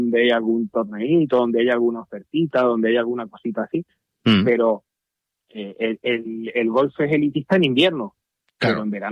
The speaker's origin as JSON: {"language": "Spanish", "town": "San Cristóbal de La Laguna", "region": "Canary Islands", "country": "Spain", "said": "yo soy del barrio de Taco, yo vivo en Taco, aquí en Taco nadie juega al golf."}